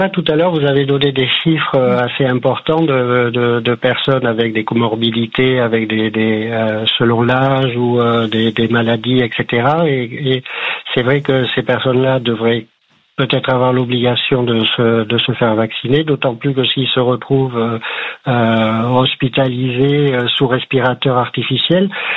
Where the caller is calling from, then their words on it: Pessac, Nouvelle-Aquitaine, France; J'habite à Pissac, près de Bordeaux.